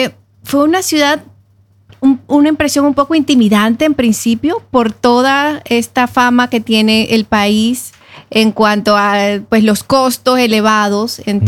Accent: La Guajira, Colombia; yo soy colombiana, abogada, soy de La Guajira, que es el del norte de Colombia.

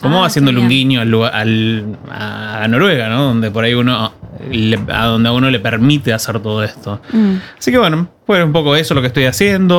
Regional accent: Tierra del Fuego, Argentina; moved away as an adult; also born or lived in Tucumán, Argentina / Rosario, Argentina / Spain; now in Norway; Soy tucumano. Me crié en Tierra del Fuego y después, bueno, en la universidad donde conocí a mi esposa y demás, en Rosario.

